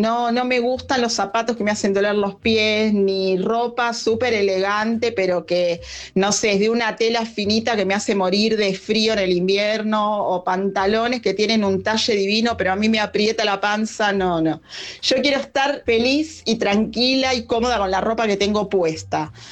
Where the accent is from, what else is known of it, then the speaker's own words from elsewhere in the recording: Temperley, Buenos Aires Province, Argentina; Muy buenas noches … de Temperley.